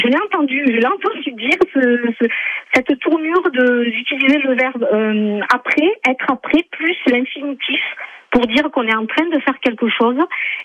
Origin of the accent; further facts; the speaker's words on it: Toulouse, Occitanie, France; accent: southern; De Toulouse, du côté de Toulouse.